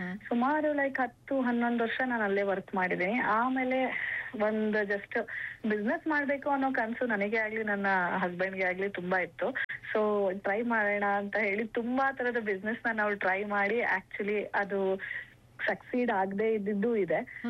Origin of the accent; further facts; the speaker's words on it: Mysore, Karnataka, India; moved away as an adult; now in Bangalore, India; ಮೂಲತಃ ಮೈಸೂರಿನವಳು, ಬೆಂಗಳೂರಲ್ಲಿ ಮದುವೆ ಆದ್ಮೇಲೆ ಬಂದು ಸೆಟ್ಲ್ ಆಗಿರೋದು.